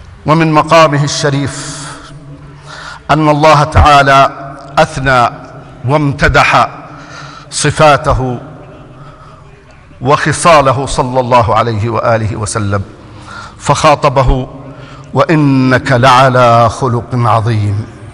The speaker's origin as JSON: {"language": "Arabic", "country": "Jordan", "said": "احفظ بلدنا الأردن"}